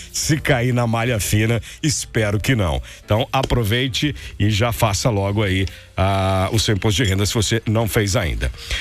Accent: Brazil; somos brasileiros

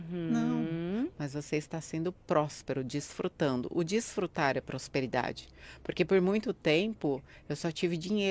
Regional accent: Guaratinguetá, São Paulo, Brazil; born there

